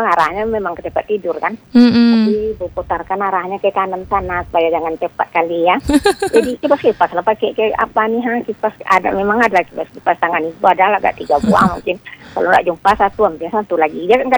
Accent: West Sumatra, Indonesia; Kalau kita orang Minang kan ada bikin pange ikan

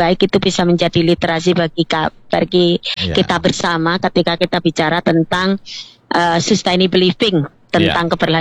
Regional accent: Sleman, Special Region of Yogyakarta, Indonesia; born there; bahwa kami lahir di Sleman ini, di daerah yang catchment tangkapan airnya itu masih bagus.

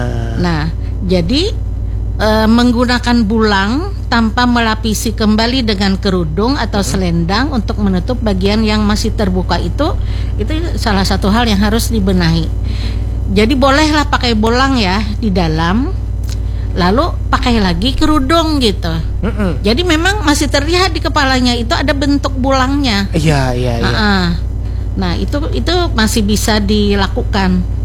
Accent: South Kalimantan, Indonesia; Kalau berbicara tentang hal tersebut, yang pertama sebagai orang Banjar ya, hendaknya tradisi-tradisi kita yang baik itu diteruskan.

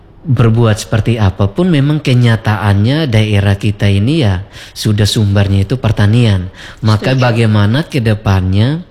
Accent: Rote, East Nusa Tenggara, Indonesia; yang ada di Rote khususnya ya di daerah saya sendiri

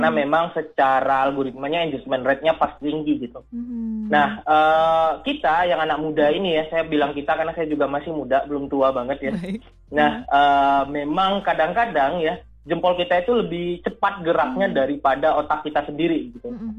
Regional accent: Pekanbaru, Kampar, Riau, Indonesia; now in Jakarta, Indonesia; Oke, saya sebenarnya aslinya dari Pekanbaru ya, Kampar sebenarnya. Tapi domisili di Jakarta

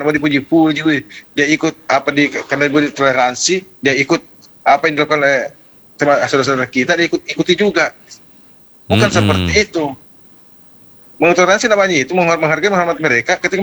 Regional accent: South Sulawesi, Indonesia; Karena kita memang di sini kita orang Bugis dan suku lain itu saling menghormati, saling menghargai.

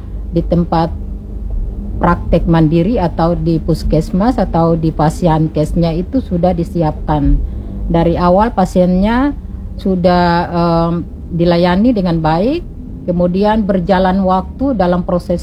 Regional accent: Maluku, Indonesia; kita orang Maluku

